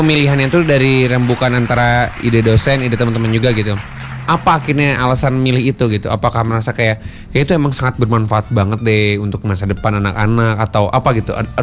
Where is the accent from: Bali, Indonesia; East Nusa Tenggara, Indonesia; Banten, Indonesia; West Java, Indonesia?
West Java, Indonesia; now in Bandung, Indonesia; Orang Barat, Jawa Barat sama kayak saya. Saya juga merantau juga sih kebetulan.